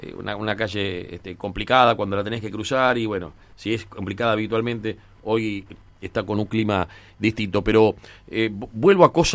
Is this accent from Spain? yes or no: no; Argentina; yo como argentino